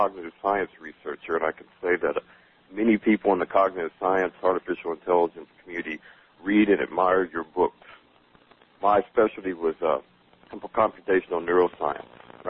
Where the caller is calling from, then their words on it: Louisville, Kentucky, United States; I'm calling from Louisville, Kentucky.